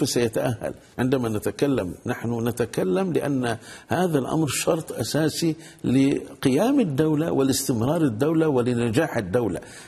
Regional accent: Aleppo, Aleppo Governorate, Syria; أنا ابن مدينة حلب، يتعرض أهالي حلب لتنمر كبير جدا وبما فيهم عوائل من حلب.

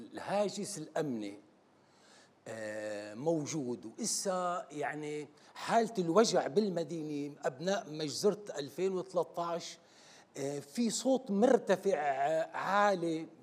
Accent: Syria; أنا ما عندي تعريف إلا كسوري أبدا

